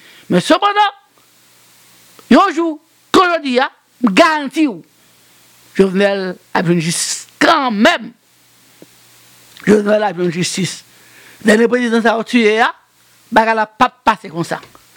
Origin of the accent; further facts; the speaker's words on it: Haiti; Vous voyez là, on est haïtien américain, carrément, vous voyez là, les Haïti.